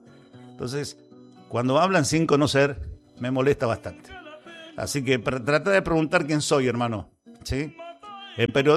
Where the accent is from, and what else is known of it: Bragado, Buenos Aires Province, Argentina